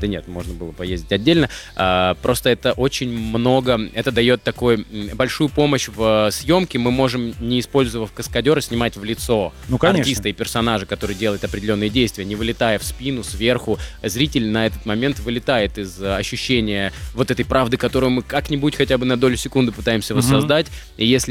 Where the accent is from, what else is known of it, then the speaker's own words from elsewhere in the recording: Armavir, Krasnodar Krai, Russia; moved away; я из Армавира